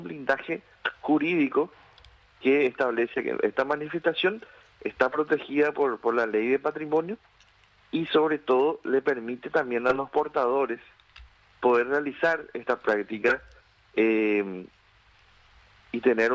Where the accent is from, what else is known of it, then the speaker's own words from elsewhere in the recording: Paraguay; nosotros como paraguayos y paraguayas no tenemos a la chipa solamente como un alimento